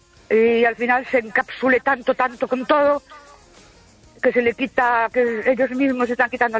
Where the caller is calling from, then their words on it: Ourense, Galicia, Spain; Buenas noches. … de Ourense.